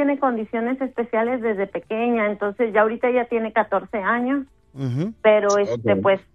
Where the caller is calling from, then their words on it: Boston, Massachusetts, United States; vivo en la ciudad de Boston